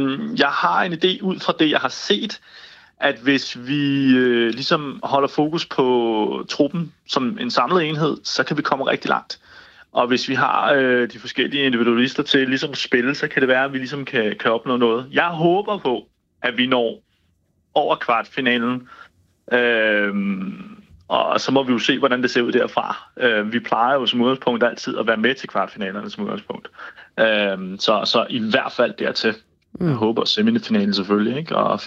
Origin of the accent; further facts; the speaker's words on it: Brazil; vi som brasilianere altid tænker på, at vi starter jo først fodbold, når VM går i gang.